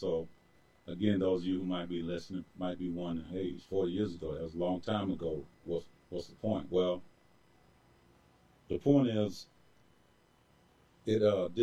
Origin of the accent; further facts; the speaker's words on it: Greensboro, North Carolina, United States; I mean, I'm from Greensboro.